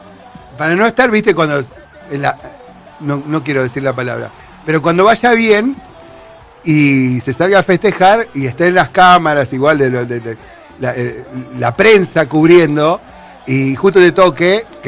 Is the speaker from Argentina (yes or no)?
yes; Argentina; Yo soy de la Argentina.